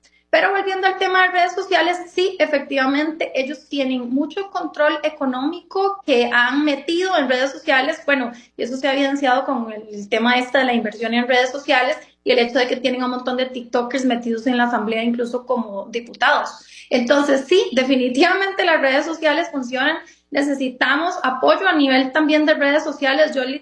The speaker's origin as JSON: {"language": "Spanish", "country": "Costa Rica", "said": "como costarricenses nos sintamos uno."}